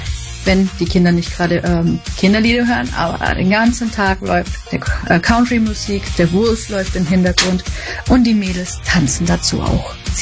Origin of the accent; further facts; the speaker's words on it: Offenbach, Hesse, Germany; komme aus Offenbach